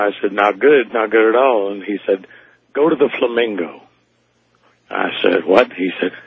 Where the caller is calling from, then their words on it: Indiana, United States; I'm from Indiana.